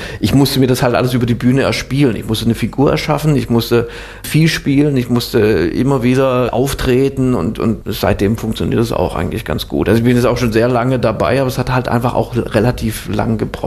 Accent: Swabia, Germany; also born or lived in Northern Germany; und dann wurde ich zwar in Norddeutschland geboren, aber bin dann auch sehr schnell nach Schwaben umgezogen. Im Grunde bin ich Schwabe, also auch bis heute, man hört es jetzt nicht mehr so im Dialekt

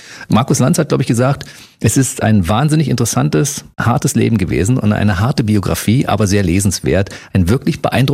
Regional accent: Austria; Aber ich sage mal, als Österreicher, die österreichische Küche.

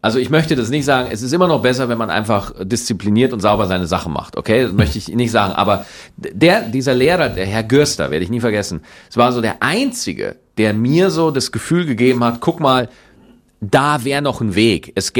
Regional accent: Schwarzach, Bavaria, Germany; accent: Bavarian; moved away; die Kindheit in Schwarzach war wohlbehütet, war schön

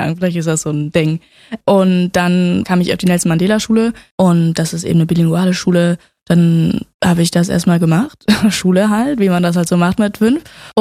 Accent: Männedorf, Zurich, Switzerland; born there; Genau, ich bin in der Schweiz geboren, in Männedorf, um das nochmal genauer auszuführen.

